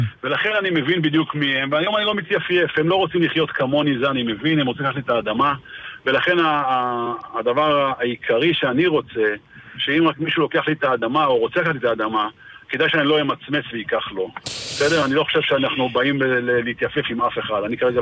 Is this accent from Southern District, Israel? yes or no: yes; Be'eri, Southern District, Israel; ובסוף אנחנו רוצים לחזור הביתה, אנחנו רוצים לשקם את הכל ולחזור הביתה לקהילה שלנו. המשפחה כבר לא תהיה אותו דבר וגם הקהילה היא השתנתה טיפה. אבל אני אומר לך שעדיין, אני אומר ש80% ממה שהיה בבארי